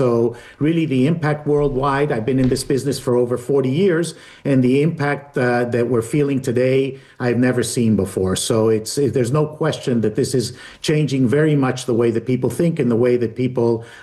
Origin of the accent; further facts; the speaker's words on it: Colombia; moved away; I'm originally from Colombia